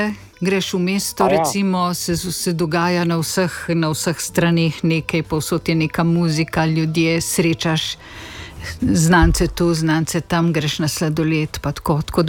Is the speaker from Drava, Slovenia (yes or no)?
no; Lucija, Coastal–Karst, Slovenia; also born or lived in Piran; now in Ljubljana, Slovenia; Jaz sem zdaj v Ljubljani že desetletja, ampak drugač sem pa iz Lucije. Pa prej še iz Pirana nekaj let.